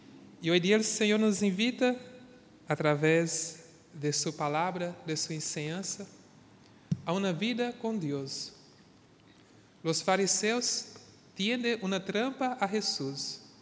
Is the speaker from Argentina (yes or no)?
no; Brazil; now in Chile; en mi comunidad, donde yo he nacido